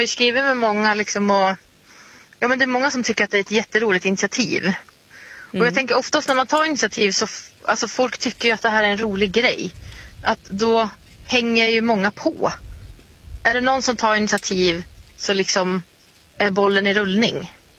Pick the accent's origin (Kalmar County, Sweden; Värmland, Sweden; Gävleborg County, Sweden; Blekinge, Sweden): Gävleborg County, Sweden; Hudiksvall; Ja, alltså Stockholm, Umeå. Jag kommer från Hudiksvall.